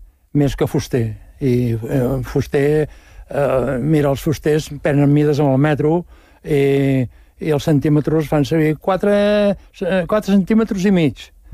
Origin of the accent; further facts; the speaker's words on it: Mas Rampinyo, Catalonia, Spain; perquè soc de Mar Rampinyo, sabeu on és? Montcada Reixac, entre Montcada Reixac i la Llagosta hi ha Mar Rampinyo. Bueno, que tots eren pagesos abans.